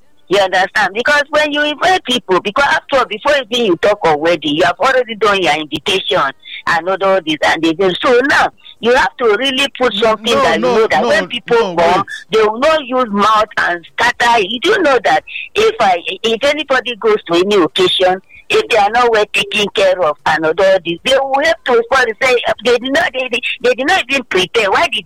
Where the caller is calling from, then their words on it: Ayobo, Lagos, Nigeria; From Ayobo.